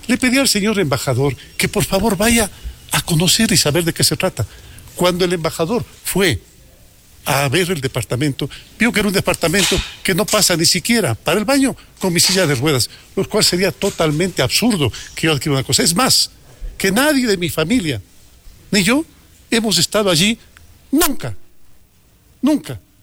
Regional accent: Ecuador; como buenos ecuatorianos, ayudamos a rescatar la institucionalidad.

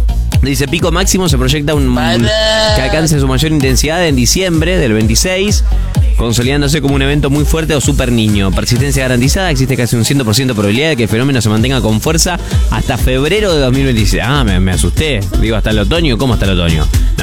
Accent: Villa Constitución, Santa Fe, Argentina; Acá está lindo, soy de Villa Constitución, así que ahí nos escuchan

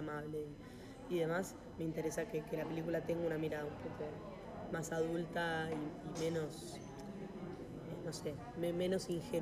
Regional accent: Buenos Aires Province, Argentina; moved away as an adult; now in Buenos Aires, Argentina; Yo crecí en el conurbano bonaerense, pero toda mi vida fue... Ahora vivo en Buenos Aires, igual en Capital, hace muchos años.

